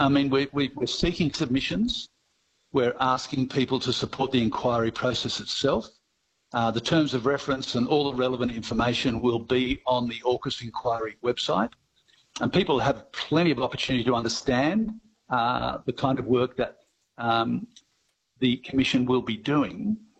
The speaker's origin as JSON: {"language": "English", "country": "Australia", "said": "as Australian citizens"}